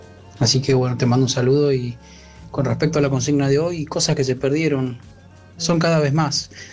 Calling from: Buenos Aires, Argentina; de Microcentro.

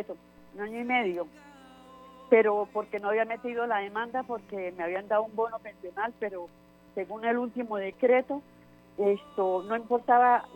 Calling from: Cúcuta, Norte de Santander, Colombia; En Cúcuta

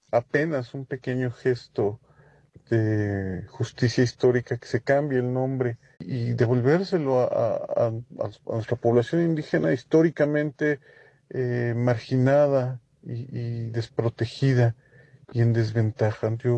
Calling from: Mexico City, Mexico; de la Alcaldía Benito Juárez de la Ciudad de México.

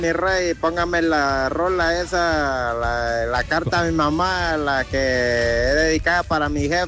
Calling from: Monterrey, Nuevo León, Mexico; Aquí estamos haciendo adoquines, molduras, ándale, en Topo Chico.

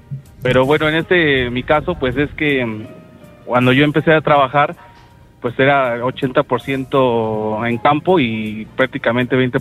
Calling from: Mexico City, Mexico; Acá de Ciudad de México.

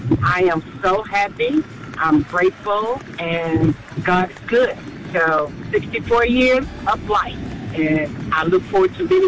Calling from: Atlanta, Georgia, United States; I'm calling from Atlanta, Georgia.

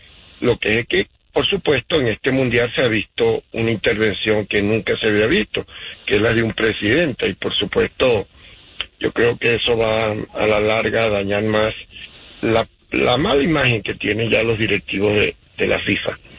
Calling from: Salt Lake City, Utah, United States; Los llamo desde Utah, Salt Lake.

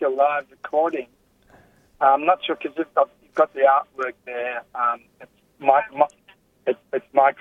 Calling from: Darwin, Northern Territory, Australia; I'm actually calling from Darwin. And I'm just on the way to Kakadu, believe it or not.

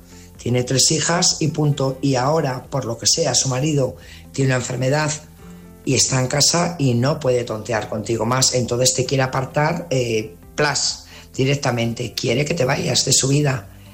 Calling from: Burgos, Castile and León, Spain; Buenas noches … corresponsal de Burgos

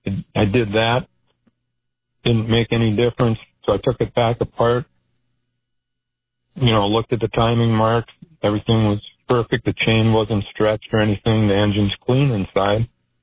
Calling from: Minnesota, United States; I listen from Minnesota.

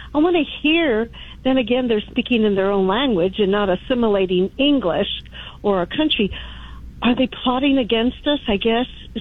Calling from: California, United States; especially here in California

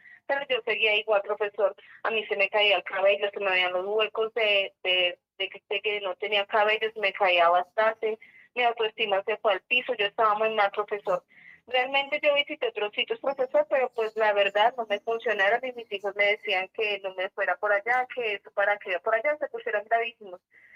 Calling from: Siachoque, Boyacá, Colombia; Le llamo desde Siachoque, Boyacá.

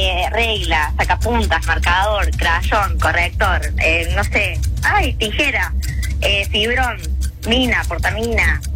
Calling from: Córdoba, Argentina; Estamos en barrio General Bustos.

